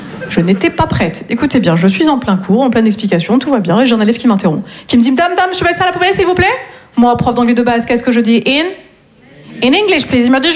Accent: Nancy, Grand Est, France; now in Marseille, France

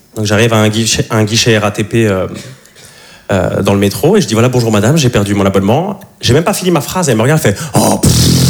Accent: Switzerland; now in Paris, France; Comme il a dit, je suis suisse. Ça fait 2 ans que j'habite à Paris.

